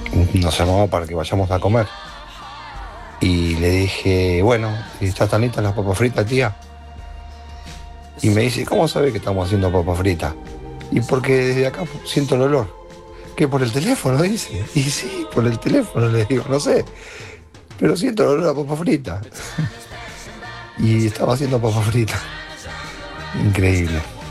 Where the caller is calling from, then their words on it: Lanús, Buenos Aires Province, Argentina; de Lanús.